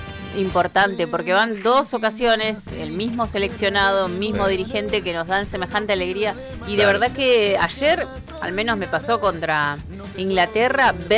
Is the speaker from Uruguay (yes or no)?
no; Argentina; esto es nuestro y es lo que mejor sabemos hacer y es lo que nos une como argentinos